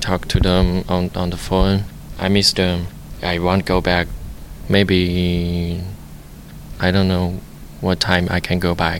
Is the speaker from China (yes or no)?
yes; Yanji, Jilin, China; English is a second language; I'm from the Yanji and the city from Jilin. That place is the northern. Our known for the different language because we have the Korean people and the rice.